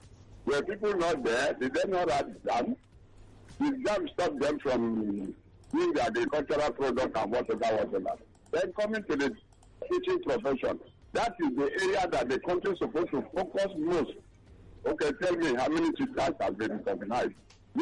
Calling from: Lagos, Nigeria; coming from Okota

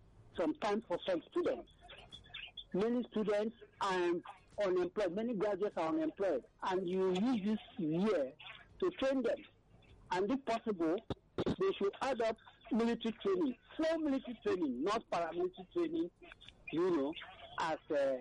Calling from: Abuja, Federal Capital Territory, Nigeria; I'm calling from Abanja, Kaki.

